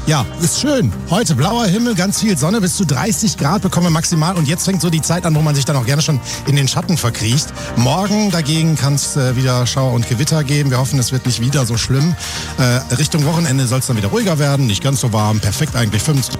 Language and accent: German; Thuringia, Germany; weil als Thüringer ist es nie zu früh zum Grillen